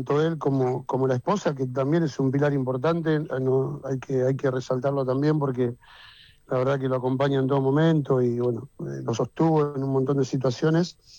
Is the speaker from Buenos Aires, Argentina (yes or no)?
yes; Buenos Aires, Argentina; Yo soy, escúchame, Gavilán entre Carranza y Las Canas, a la vuelta de la casa del Diego, imagínate.